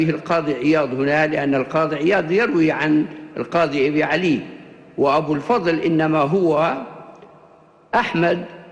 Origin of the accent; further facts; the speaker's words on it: Libya; accent: Libyan; وقد عرفنا في لهجتنا الليبية هذا اللفظ في العامية الليبية